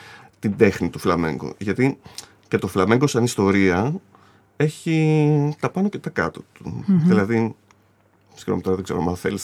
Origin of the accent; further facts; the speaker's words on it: Larissa, Thessaly, Greece; moved away as an adult; now in Thessaloniki, Greece; Δεν είμαι Λαρισαίος. Γεννήθηκα και μεγάλωσα στη Λάρισα. Okay. Και μετά ήρθα για σπουδές εδώ πέρα στη Θεσσαλονίκη, στη Μουσικών Σπουδών.